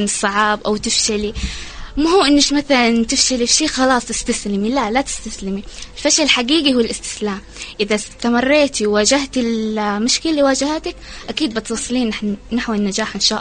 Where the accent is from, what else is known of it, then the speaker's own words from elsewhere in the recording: Yemen; احنا الفريق الوحيد من اليمن